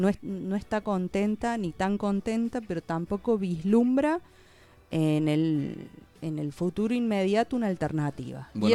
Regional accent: Córdoba, Argentina; voy a hablar como cordobesa.

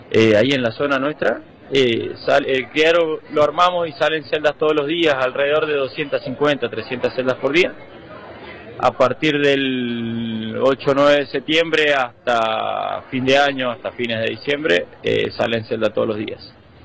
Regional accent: Vista Flores, Mendoza, Argentina; Soy de Vista Flores, un pueblito ubicado en el oeste, centro-oeste mendocino.

